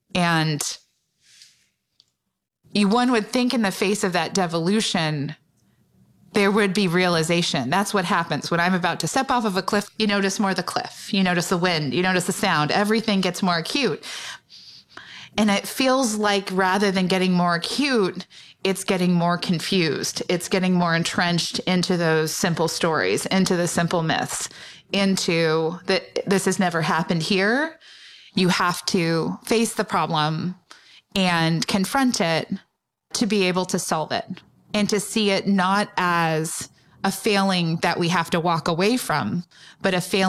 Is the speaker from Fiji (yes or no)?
no; United States; And I think that's the deep irony of growing up in America as a Native person, you have more belief in America than Americans